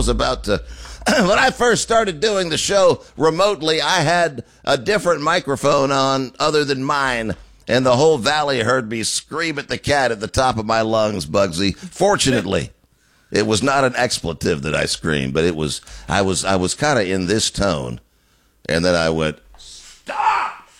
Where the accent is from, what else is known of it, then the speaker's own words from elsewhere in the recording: Georgia, United States; moved away; I was only seven. And that is the first time when he won, and I'm from Georgia